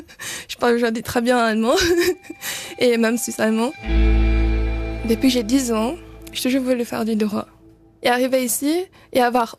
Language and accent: French; Brazil; now in Switzerland; je suis brésilienne, en fait. Et je suis suisse.